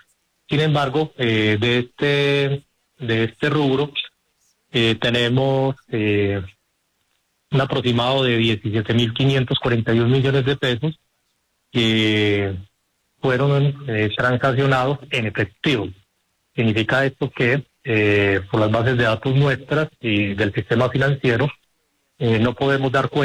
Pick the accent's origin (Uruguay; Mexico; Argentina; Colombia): Colombia; como muchos colombianos, estamos cansados de la manera como se saquea o se desfalca el sistema de salud.